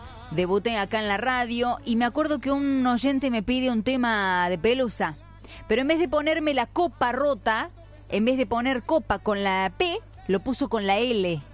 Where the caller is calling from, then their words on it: Tanti, Córdoba, Argentina; de Tanti.